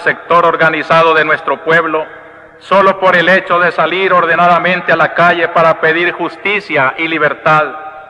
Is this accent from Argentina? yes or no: no; Honduras; Como pastor y como ciudadano hondureño